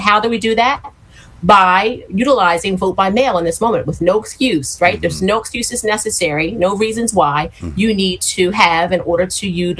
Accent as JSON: {"language": "English", "town": "West Chester", "region": "Pennsylvania", "country": "United States", "tie": "born or raised there", "said": "I'm from Chester County. I grew up in Westchester, Chester County. So, you know, it's home for me."}